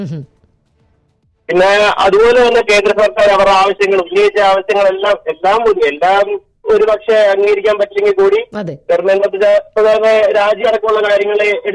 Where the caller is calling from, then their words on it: Erattupetta, Kerala, India; ഞാൻ നാട്ടിൽ ഈരാറ്റുപേട്ട, കോട്ടയം.